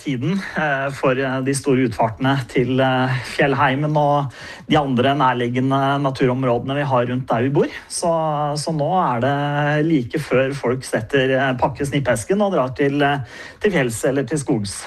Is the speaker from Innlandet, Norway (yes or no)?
yes; Innlandet, Norway; der jeg kommer fra, Skåbefjella, Sikkerstaden, Espedalen